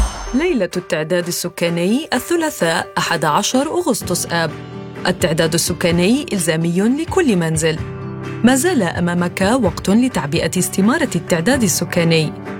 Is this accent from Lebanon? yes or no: yes; Lebanon; وأنا لبناني